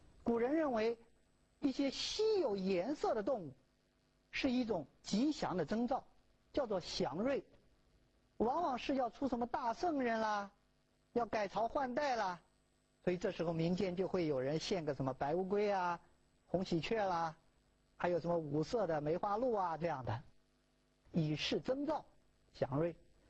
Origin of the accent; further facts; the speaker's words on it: China; 我们中国人